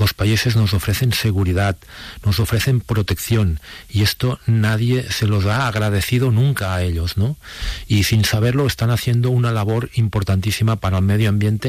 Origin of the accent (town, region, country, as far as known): Sant Sadurní d'Anoia, Catalonia, Spain; born or raised there